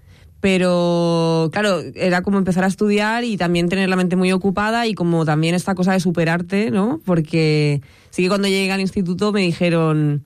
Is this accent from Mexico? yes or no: no; Chile; accent: Chilean; tenía el acento chileno, obviamente, y ahora con el tiempo se me fue.